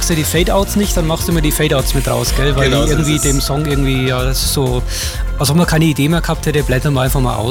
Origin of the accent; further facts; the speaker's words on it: Spain; Ich habe so als Spanier 2 Nachnamen, vom Vater, von der Mutter